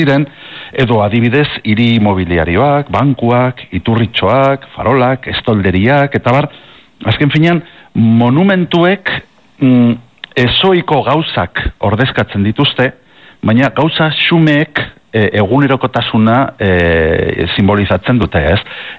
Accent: Pamplona, Navarre, Spain; nire jolaz tokia txikitan Gazteluko inguru bidea zen, ez, fosoak eta Ciudadela eta inguru hori, hortan pasa nuenik aurtzaroa

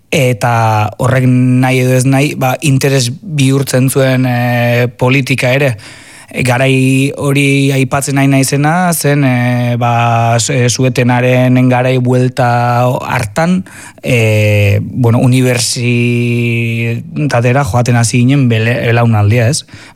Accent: Azpeitia, Basque Country, Spain; Gu presoak, osea, ni Azpeitiarra naiz, da nik ez dakit 9 kuadrotan ezagutu nitun herriko 9 preso.

